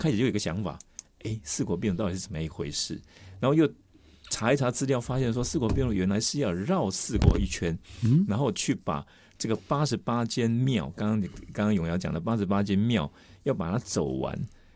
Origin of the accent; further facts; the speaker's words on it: Hualien County, Taiwan; 原来我们台湾这边花莲跟真言宗其实关系很深。